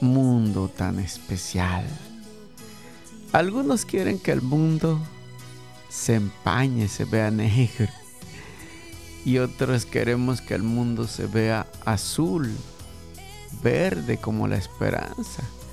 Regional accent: Mexico; los mexicanos tenemos un detalle

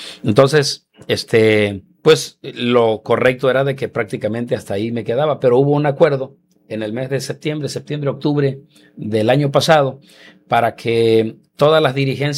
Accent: Jalpa de Méndez, Tabasco, Mexico; en el pueblo, ahí en Jalpa

